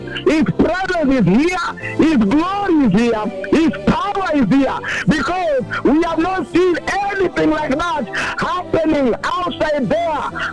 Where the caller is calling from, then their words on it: Nairobi, Kenya; I'm calling you from the Kariobangi South Main Altar here in Nairobi, Renson.